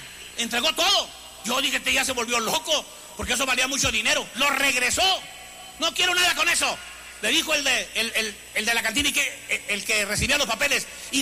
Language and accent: Spanish; Anáhuac, Mexico; born there; Pero un día, papá nos trajo a vivir a Anáhuac, a 30 kilómetros donde yo nací.